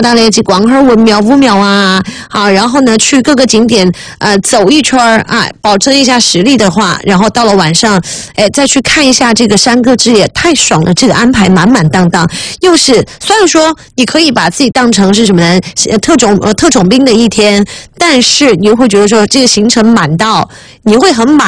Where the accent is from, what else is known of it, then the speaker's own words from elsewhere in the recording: Zizhong, Sichuan, China; 我们生在沱江边嘛，吃鱼摆摆也很厉害，做鱼摆摆当然也很厉害